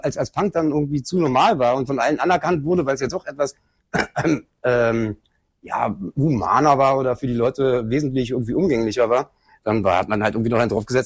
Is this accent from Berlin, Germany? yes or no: yes; Berlin, Germany; Nee, geboren in Schöneberg, groß geworden in Großberg.